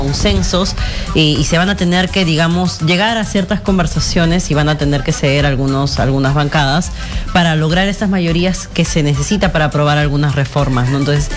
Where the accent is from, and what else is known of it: Peru